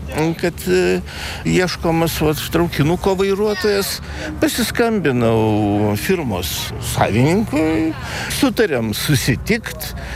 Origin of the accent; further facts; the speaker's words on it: Vilnius, Vilnius County, Lithuania; Vilnietis, Vilniuje gimiau, Vilniuje užaugo, Vilniuje mane ir palaidos.